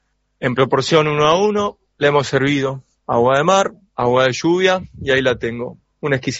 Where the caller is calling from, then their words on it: Buenos Aires Province, Argentina; del Tuyú.